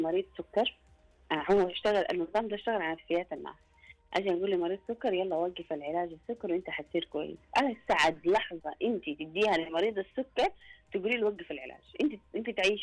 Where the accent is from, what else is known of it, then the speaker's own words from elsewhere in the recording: Saudi Arabia; عندنا في السعوديه